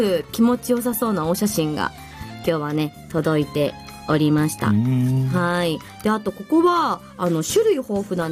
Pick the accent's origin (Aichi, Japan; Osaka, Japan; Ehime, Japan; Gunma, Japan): Gunma, Japan; Isesaki; 私伊勢崎市出身だけど